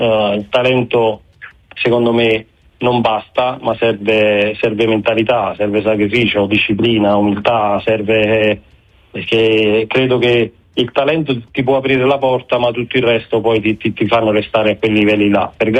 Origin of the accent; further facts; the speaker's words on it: Naples, Campania, Italy; come me da napoletano